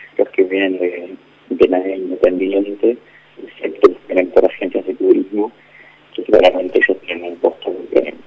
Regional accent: Uruguay; soy uruguayo, pero estamos haciendo un trabajo acá en Buenos Aires

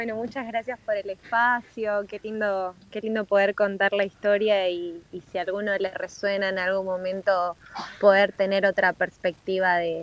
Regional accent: Verónica, Buenos Aires Province, Argentina; moved away as an adult; also born or lived in La Plata; yo soy de un pueblo que se llama Verónica, en la provincia de Buenos Aires.

